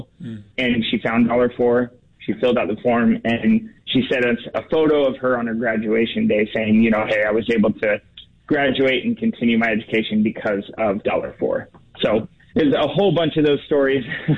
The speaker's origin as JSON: {"language": "English", "town": "Portland", "country": "United States", "tie": "born or raised there", "said": "Like, I started in Portland. I grew up in Portland."}